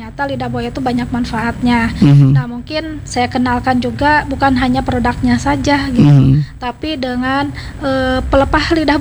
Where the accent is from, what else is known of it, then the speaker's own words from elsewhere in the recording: Sumedang, West Java, Indonesia; Kebetulan di daerah tempat saya kan dari Sumedang nih.